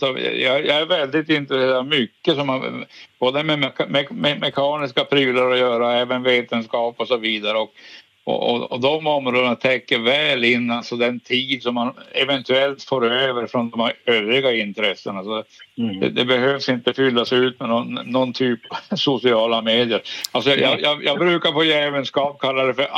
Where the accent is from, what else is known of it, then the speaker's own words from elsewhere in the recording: Norrbotten County, Sweden; Så, alltså, jag vet inte om min dialekt avslöjar mig. Jag är i Tornedalen i grunden. Hela trakten.